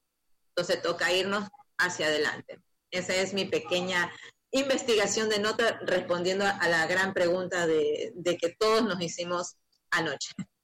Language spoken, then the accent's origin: Spanish; Ecuador